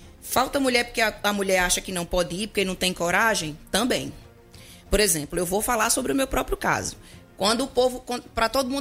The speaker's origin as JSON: {"language": "Portuguese", "region": "Bahia", "country": "Brazil", "moved": "yes", "said": "sou de Bahia, tenho ainda uma história que não sai de lá"}